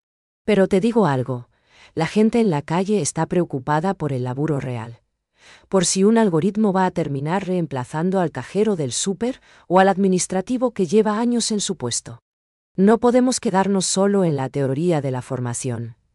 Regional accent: Paraguay; ¿Estamos preparados nosotros como paraguayos para que estas máquinas tomen decisiones por nosotros

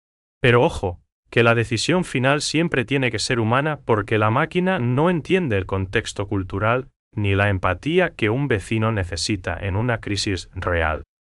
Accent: Paraguay

